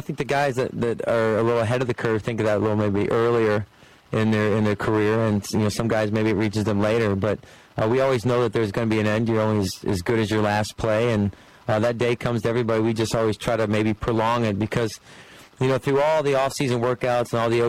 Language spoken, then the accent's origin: English; Iowa City, Iowa, United States; I grew up in Iowa City. I grew up 2 miles from being a Hawkeye